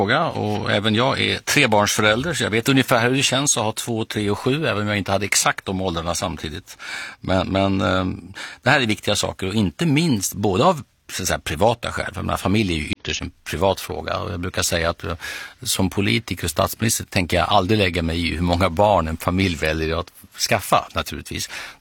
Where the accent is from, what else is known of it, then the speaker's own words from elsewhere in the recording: Lund, Skåne, Sweden; born there; Ja, min födelsestad.